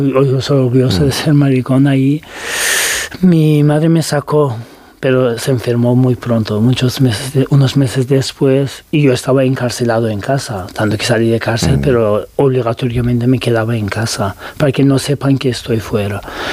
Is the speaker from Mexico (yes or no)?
no; Turkey; Spanish is a second language; now in Spain; da igual que seas también turco, porque digo, soy turco y podía pasar más sí.